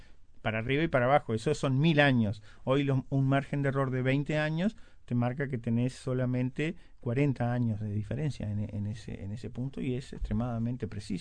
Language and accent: Spanish; Rivera, Uruguay; moved away; Yo soy de Rivera, vine a estudiar escribanía